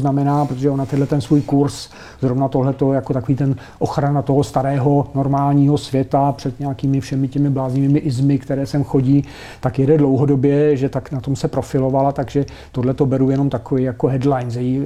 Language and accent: Czech; Kladno, Central Bohemian Region, Czechia; jednak já jsem z Kladna, tam je velkým hitem samozřejmě lídr místního ANO, František Bureš